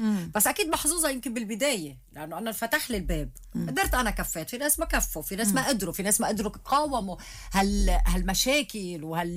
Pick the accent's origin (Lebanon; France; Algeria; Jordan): Lebanon; لما بفكروا انه بنات عندنا بلبنان الممثلات بيطلعوا بيحكوا حكي وشكلهم بس حلو، لا مش كلهم هيك.